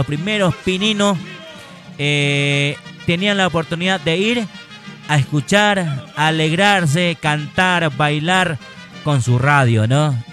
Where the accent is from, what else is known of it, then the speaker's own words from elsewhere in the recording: Vallegrande, Santa Cruz, Bolivia; born there; también tengo raíces allá, ¿no? Así que bueno, pero yo soy nacido ya aquí en Valle Grande, ¿no? Y bueno, en la banda del río, ¿no?